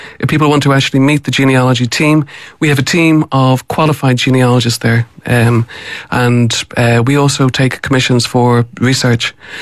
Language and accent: English; Ireland